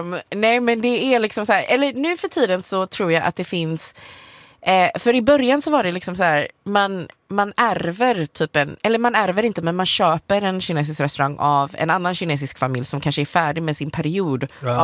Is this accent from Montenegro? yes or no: no; China; Alltså, som kines så vet jag att det finns lite restauranger här och var som kanske är så här, en vanlig sushi-restaurang eller en vanlig så här nudelrestaurang.